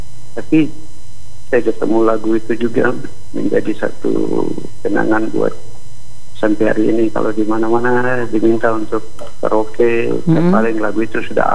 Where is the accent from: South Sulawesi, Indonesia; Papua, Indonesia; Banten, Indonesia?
Papua, Indonesia; Sentani; Saya dulu di kecilnya di Sentani di asrama polisi Sentani bapak kan orang tua kan polisi.